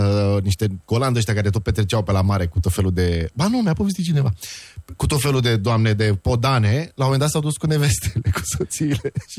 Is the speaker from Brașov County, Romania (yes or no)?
yes; Brașov, Brașov County, Romania; now in Bucharest, Romania; Eu sunt brașovean, sunt venit aici din 96.